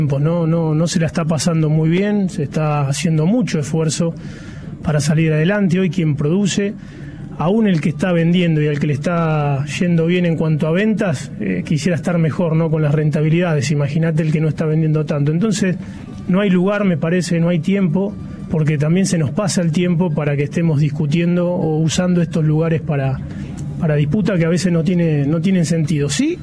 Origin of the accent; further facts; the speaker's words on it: Santa Fe, Argentina; somos esa provincia de Santa Fe, al igual que Córdoba, al igual que Entre Ríos, con una mirada federal.